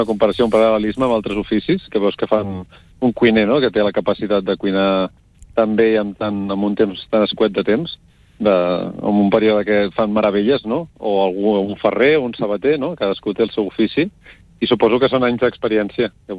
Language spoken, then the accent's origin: Catalan; Barcelona, Catalonia, Spain; born there; moved away; com que l'accent em delata, que soc nascut a Barcelona